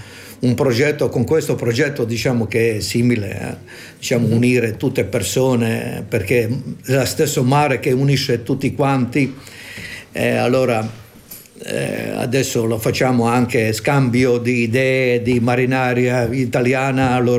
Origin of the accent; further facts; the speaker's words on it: Korčula, Dubrovnik-Neretva County, Croatia; Italian is a second language; also born or lived in Italy; now in Split, Croatia; Qui vivo a Spalato, origine sono di Corciula, isola Corciula.